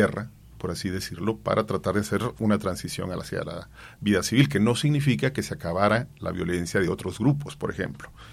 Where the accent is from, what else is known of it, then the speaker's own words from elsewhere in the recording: Guatemala; now in Colombia; yo creo que era muy importante para mí como latinoamericano y como centroamericano poder participar en este proceso. Mi país estuvo en guerra también durante 36 años